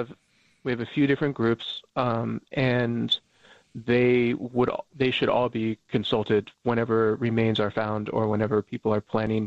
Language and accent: English; Alameda, California, United States; I was adopted out of my tribe at birth and born and raised in Alameda